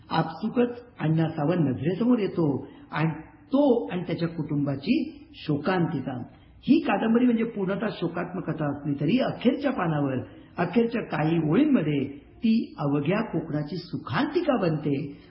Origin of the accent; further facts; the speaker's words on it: Maharashtra, India; moved away; मला माझं कोकण म्हणजे माझं गाव आठवलं.